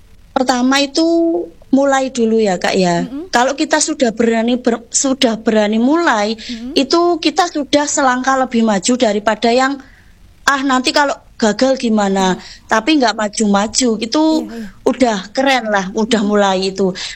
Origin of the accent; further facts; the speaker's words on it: Tuban, East Java, Indonesia; saya Tuban